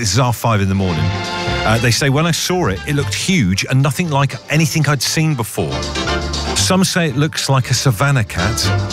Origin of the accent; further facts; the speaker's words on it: South West England, United Kingdom; now in Essex, United Kingdom; as you all know, I grew up in Devon. You can't move for, like, rural beasts in Devon.